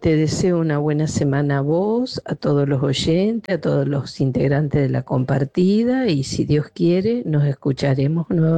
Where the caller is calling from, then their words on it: Arroyo Seco, Santa Fe, Argentina; de Arroyo Seco.